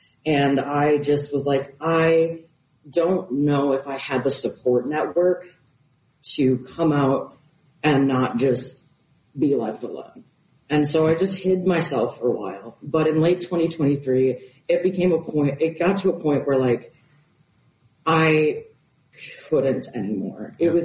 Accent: Wisconsin, United States; I grew up in Wisconsin.

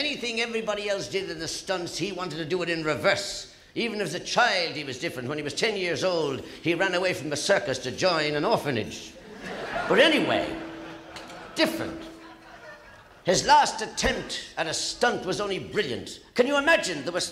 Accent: Waterford, Munster, Ireland; I come from Waterford City, where the lovely Crystal is made.

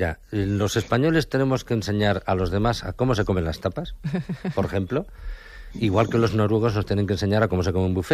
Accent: Lisbon, Portugal; Spanish is a second language; es Lisboa, ¿sabes? Entonces, yo soy de Saramago y todo eso es mío.

